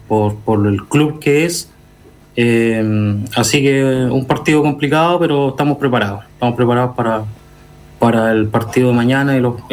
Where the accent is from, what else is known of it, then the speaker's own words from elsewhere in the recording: Temuco, Araucanía, Chile; yo llegué hace 8 años al Deportivo, vengo de Temuco.